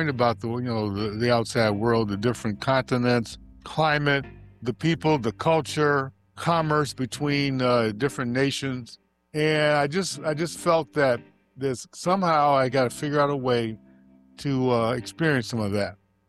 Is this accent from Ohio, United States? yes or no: no; Chicago, Illinois, United States; also born or lived in Dominican Republic; So that was a revelation to people I grew up with in Chicago and my family.